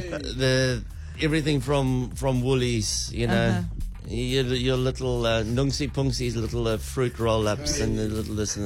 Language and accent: English; Durban, KwaZulu-Natal, South Africa; I'm from Durban.